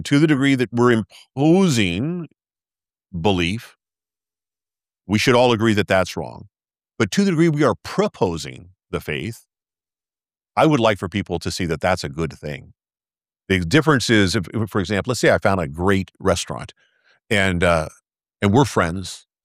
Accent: United States; As an American, that's the ideal candidate.

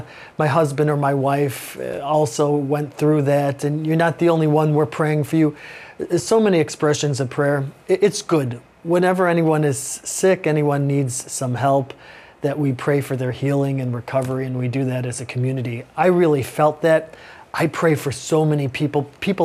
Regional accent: Chicago, Illinois, United States; I'm from Chicago, so I had family and friends who attended that particular baseball game

